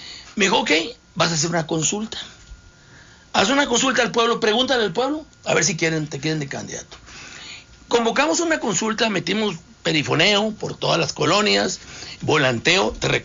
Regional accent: Matamoros, Tamaulipas, Mexico; Nací en una estación de radio, prácticamente, en año, yo nací en el 58, soy de Matamoros, Tamaulipas, allá tenemos una estación de radio, la XEEW, la voz del Bajo Bravo, en donde ahí pues crecí entre esos bulbos.

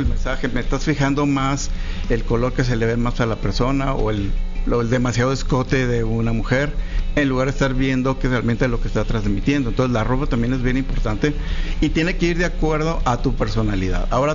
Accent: Hermosillo, Sonora, Mexico; yo de, claro, niño adolescente en Sonora.

